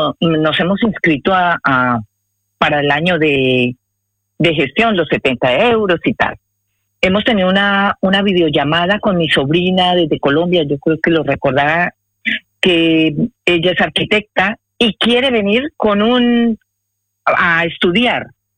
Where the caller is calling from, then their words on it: Pamplona, Navarre, Spain; me comunico de Pamplona.